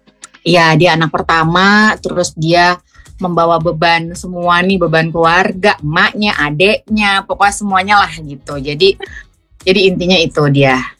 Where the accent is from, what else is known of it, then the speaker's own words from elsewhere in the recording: Serui, Papua, Indonesia; Ya, jadi di Serui itu keturunan aku ya, maksudnya aku dari Serui.